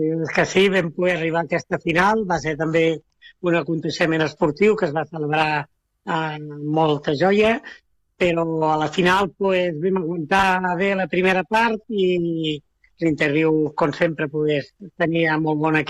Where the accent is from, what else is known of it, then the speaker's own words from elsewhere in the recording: Santa Coloma de Gramenet, Catalonia, Spain; Jo no sóc nascut a Santa Coloma, però sí que des dels 5 anys que vinc allà a Santa Coloma